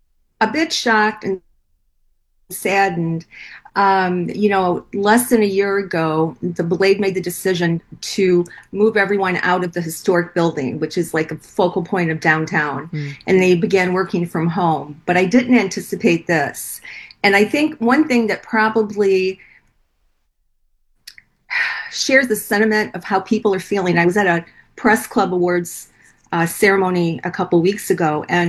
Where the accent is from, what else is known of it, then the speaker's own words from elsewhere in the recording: Toledo, Ohio, United States; I was so happy to come back to my hometown to be able to report.